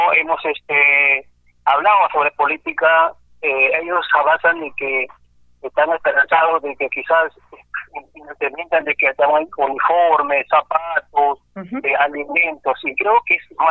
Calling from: Peru; De Caserío Los Balsas

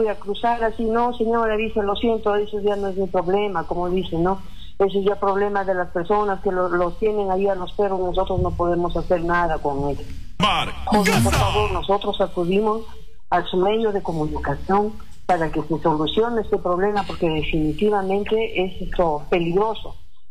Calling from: Cajamarca, Peru

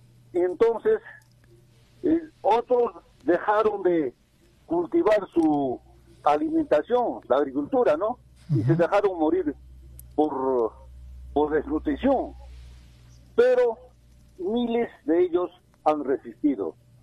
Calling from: Sandia, Puno, Peru; Hoy día había acá en mi tierra corte de luz

